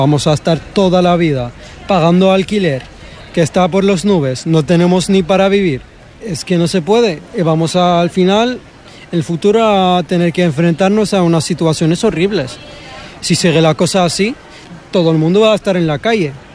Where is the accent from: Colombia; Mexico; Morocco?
Morocco; now in Spain; la situación de mi familia, que somos marroquíes, somos 6 personas. Hemos venido aquí hace 2 años y no hay alquiler